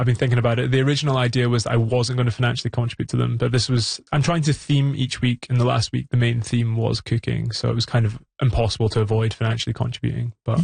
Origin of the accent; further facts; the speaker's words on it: Scotland, United Kingdom; now in Montreal, Canada; I'm helping out with the Montreal Highland Games, which is a sort of shout out to where I'm from Scotland.